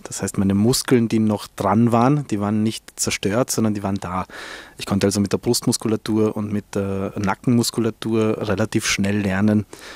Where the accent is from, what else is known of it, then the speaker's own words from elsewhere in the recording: Vienna, Austria; Ich war natürlich dann als Wiener prädestiniert, dass ich schnell die Prothese bekommen habe.